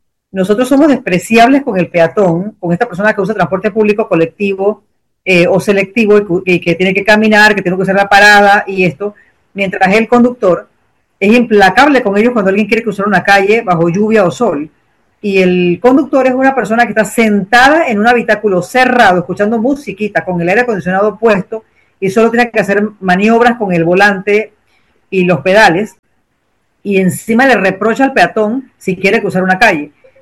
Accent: David, Chiriquí, Panama; born there; now in Panama City, Panama; Yo soy de David.

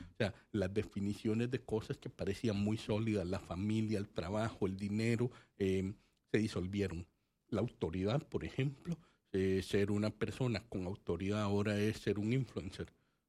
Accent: Costa Rica

